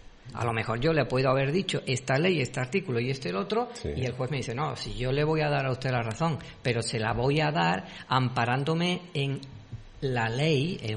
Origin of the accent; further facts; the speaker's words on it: Andalusia, Spain; nosotros que somos de Broa del Guadalquivir